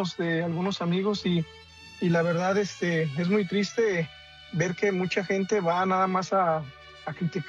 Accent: Aguascalientes, Mexico; now in United States; Ah, bueno, yo estoy aquí en Indiana, yo soy de Aguascalientes.

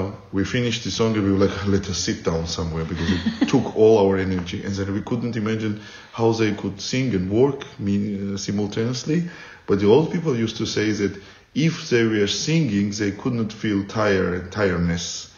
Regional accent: Borjomi, Samtskhe-Javakheti, Georgia; English is a second language; also born or lived in Tbilisi; And then in my hometown in Borjomi, they created the boys church choir. I became a member of that choir, and when I moved into Tbilisi, well, that times I was mostly about church music and chanting

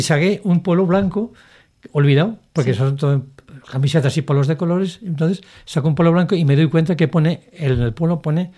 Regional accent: Aragon, Spain; como soy buen aragonés y por tanto tozudo

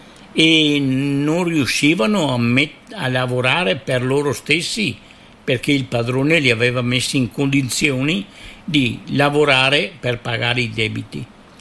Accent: Recoaro Terme, Veneto, Italy; Sì, io sono originario di Recuaro Terme.

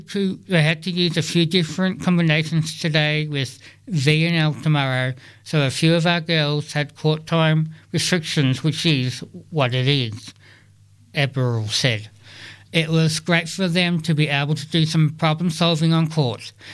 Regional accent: Gordon, Australia; I was brought up myself in Gordon and have been a Gordon person all my life.

